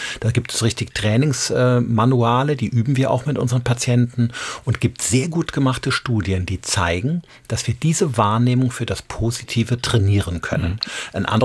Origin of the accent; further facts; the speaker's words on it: Rhineland, Germany; Ich komme aus dem Rheinland